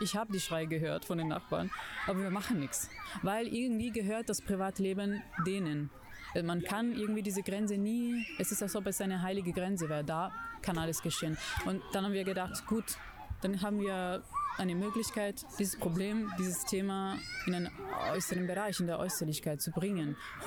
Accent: Italy; German is a second language; moved away as an adult; now in Salzburg, Austria; Ich komme aus Italien und ich habe in Venedig Theater und Kunst studiert und parallel auch Fagott.

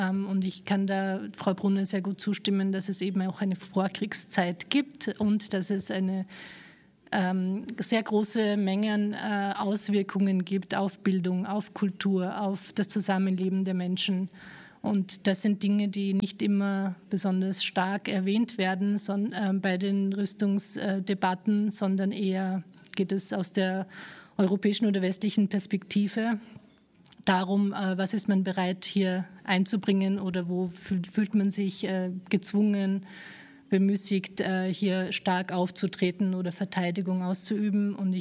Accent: Afghanistan; born there; German is a second language; ich wurde in Afghanistan geboren, ich wurde auch im Krieg verletzt, ich habe ein Bein verloren, ich habe Familie verloren.

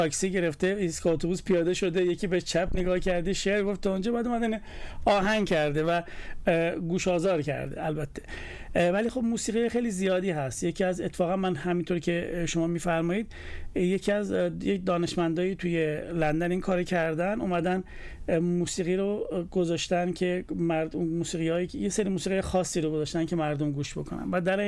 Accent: Iran; now in outside Iran; ما ایرانی هستیم

